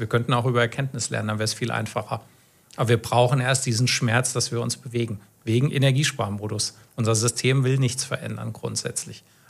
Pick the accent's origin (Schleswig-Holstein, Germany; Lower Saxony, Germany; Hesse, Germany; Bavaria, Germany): Hesse, Germany; Kassel; Ich bin gebürtig aus Kassel